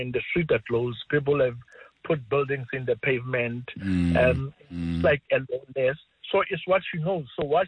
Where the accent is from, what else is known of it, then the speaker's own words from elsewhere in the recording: Alexandra, Gauteng, South Africa; But also, I'm from Alex. I also understand her view.